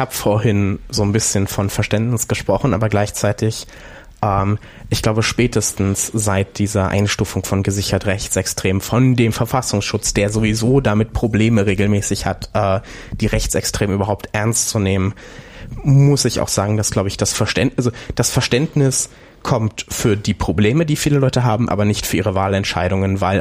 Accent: Saxony-Anhalt, Germany; moved away; ich komme aus Sachsen-Anhalt. Meine zumindest halbe Familie, also sowohl meine Eltern als auch die Hälfte meiner Großeltern leben noch dort.

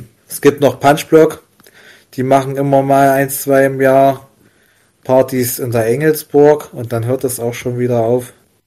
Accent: Weimar, Thuringia, Germany; born there; Durch Connections bin ich dann in meine Geburtsstadt Weimar gelandet

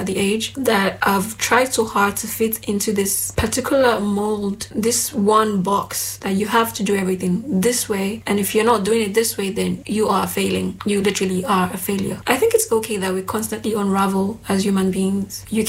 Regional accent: Nigeria; accent: Nigerian; English is a second language; moved away as an adult; now in Greece; I'm from Nigeria. I lived in Nigeria up until I was 18 years old, and then I moved to Greece. I lived in Greece for about 4 years

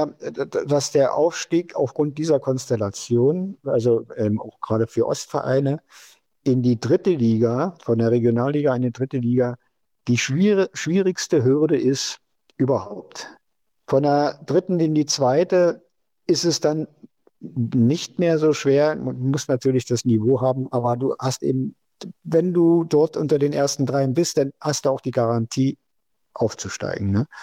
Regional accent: East Germany, Germany

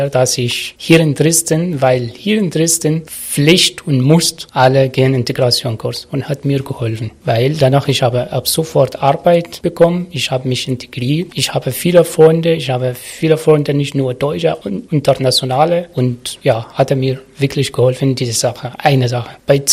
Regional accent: Syria; German is a second language; moved away as an adult; now in Germany; wie sie hat er jetzt erzählt von die Tochter, die Familie aus Syrien, genau gleiche. Wir sind alle Flüchtlinge gekommen, genau alle gleiche so.

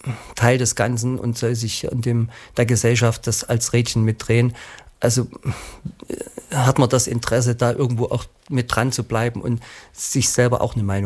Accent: Plauen, Saxony, Germany; born or raised there; also born or lived in Chemnitz

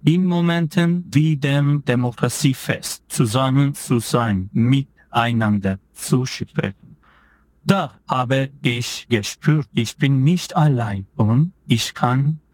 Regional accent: Turkey; German is a second language; moved away as an adult; now in Germany; ich komme aus der Türkei und lebe seit 3 Jahren in Deutschland.

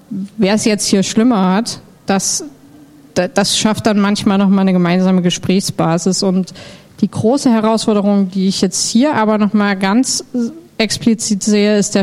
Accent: Dresden, Saxony, Germany; Jetzt bin ich in Dresden aufgewachsen

